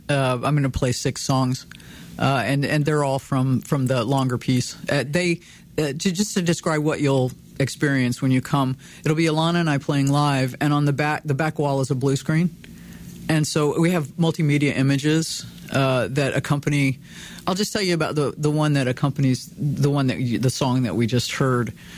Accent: Texas, United States; born there; I was born 5 miles outside a town of 10,000 in the coastal bend of Texas in what had been the generation before mine, a Czech-speaking farming community. I'm the first one in my family on my dad's side to speak English first.

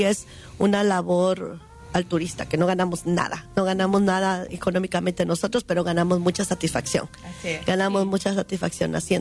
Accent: Guatemala; moved away; yo también muy orgullosa de ser guatemalteca

